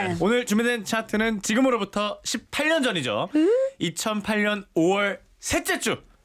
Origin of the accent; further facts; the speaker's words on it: Jeonju, North Jeolla, South Korea; 네. 여기도 자랑 있잖아요. 전주의 자랑.